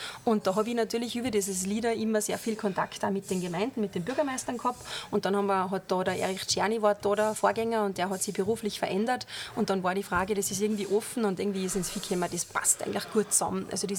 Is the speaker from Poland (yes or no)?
no; Austria